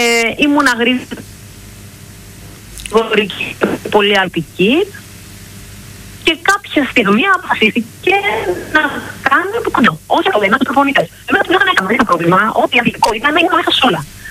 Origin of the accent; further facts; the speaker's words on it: Aigaleo, Attica, Greece; Στην περιοχή που εγώ μεγάλωσα, στο Εγάλιο, είχε πολύ λίγα πράγματα να κάνουμε